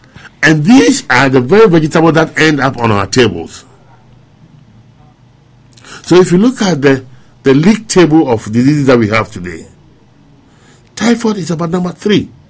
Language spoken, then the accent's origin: English; Ghana; moved away; I'll be heading towards my hometown, Sutra.